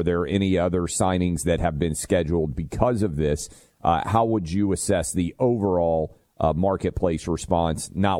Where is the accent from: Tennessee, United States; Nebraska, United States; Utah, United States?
Tennessee, United States; Nashville; I hate when this happens anywhere, particularly my hometown of Nashville.